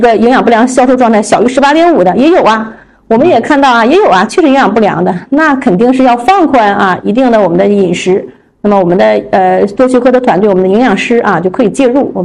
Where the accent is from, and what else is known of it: China